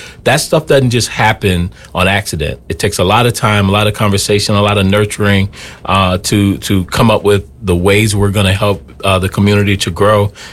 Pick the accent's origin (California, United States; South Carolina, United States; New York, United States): South Carolina, United States; Bowman; moved away as an adult; now in Twin Cities, United States; born and raised outside of Charleston, small place called Bowman, South Carolina. My wife Shaniqua and I came here to the Twin Cities right out of college. So back in 2005